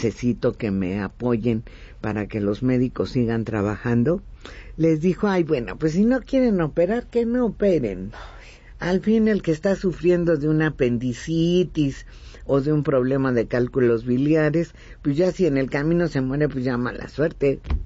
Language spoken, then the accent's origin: Spanish; Mexico; para nosotros como mexicanos